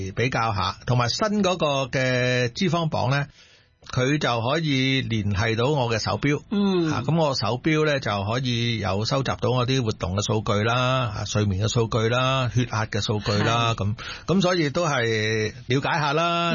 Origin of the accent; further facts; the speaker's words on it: Hong Kong; 我哋香港人特别都市人